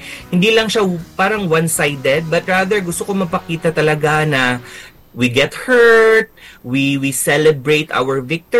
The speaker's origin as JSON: {"language": "Tagalog", "town": "Iligan", "region": "Northern Mindanao", "country": "Philippines", "tie": "born or raised there", "said": "experience ko growing up dito sa Iligan"}